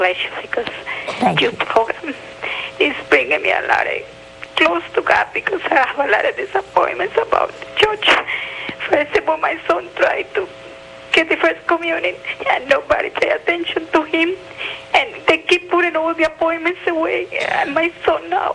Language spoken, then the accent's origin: English; Wisconsin, United States; I'm from Wisconsin.